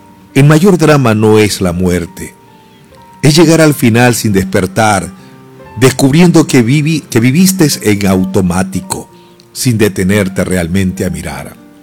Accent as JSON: {"language": "Spanish", "region": "Esmeraldas", "country": "Ecuador", "tie": "born there", "also_born_or_lived": "Manabí, Ecuador", "said": "yo nací en Esmeraldas, yo soy esmeraldeño. Me crié en Manabí buena parte de mi niñez y juventud"}